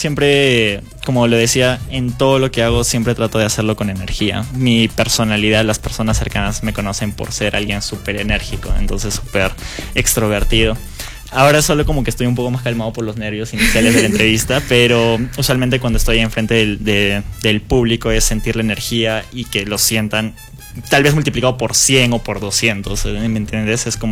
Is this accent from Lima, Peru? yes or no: no; Arequipa, Peru; no fue aquí en la ciudad de Arequipa, fue en la ciudad de Juliaca. Y pues yo ahorita tengo 20 años